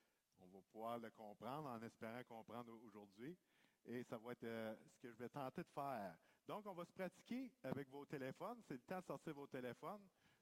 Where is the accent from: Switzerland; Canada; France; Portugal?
Canada; Quebec; also born or lived in Obedjiwan, Quebec; Je suis originaire du Nidaskinan. Je suis enregistré également dans une communauté qui s'appelle Obidjouan, ma communauté d'origine. La plupart de ma famille vient de là.